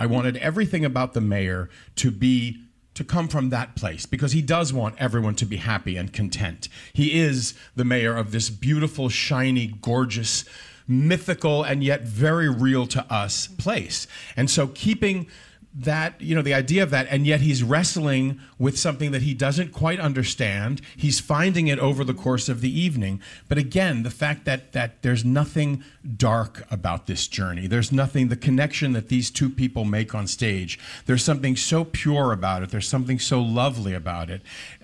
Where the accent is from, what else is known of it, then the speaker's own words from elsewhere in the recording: Washington, District of Columbia, United States; Growing up in Washington, D.C., which was a great theater town as well.